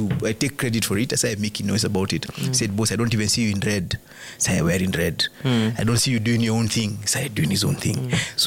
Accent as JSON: {"language": "English", "region": "Mount Kenya region", "country": "Kenya", "said": "I come from Mount Kenya"}